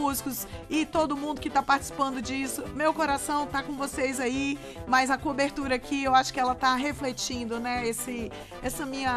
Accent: Ceará, Brazil; now in Brasília, Brazil; Eu sou cearense, pessoal

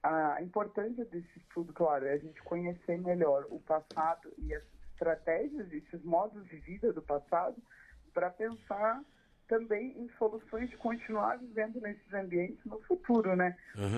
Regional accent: Brazil; Eu sou brasileira

